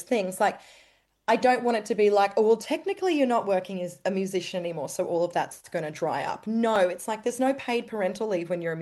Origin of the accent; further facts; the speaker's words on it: Brisbane, Queensland, Australia; We come from Brisbane